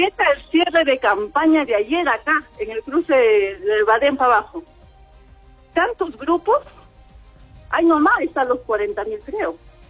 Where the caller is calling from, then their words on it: Paucarpata, Arequipa, Peru; yo soy de Paucarpata.